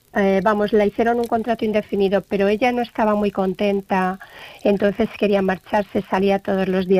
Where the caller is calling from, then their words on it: Madrid, Community of Madrid, Spain